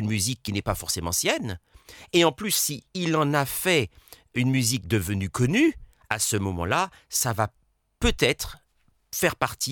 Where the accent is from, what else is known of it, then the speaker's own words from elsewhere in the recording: Martinique, France; si par exemple nous sommes en Martinique, puisque je suis martiniquais